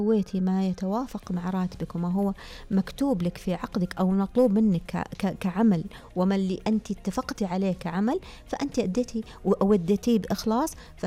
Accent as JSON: {"language": "Arabic", "country": "Saudi Arabia", "said": "إنه القيم اللي اكتسبناها من خلال كوننا سعوديين على مر الزمن، إني أحافظ عليها مع إني أواكب مستجدات العصر. أنا شخصية السعودية واضحة."}